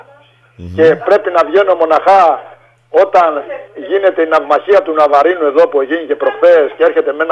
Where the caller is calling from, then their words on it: Zakynthos, Ionian Islands, Greece